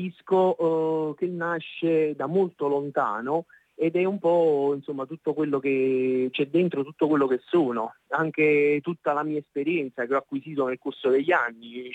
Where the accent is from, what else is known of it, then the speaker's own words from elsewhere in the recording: Naples, Campania, Italy; Poi naturalmente io nasco con i dischi di … ma non so se dire essendo napoletano o meno, però comunque amo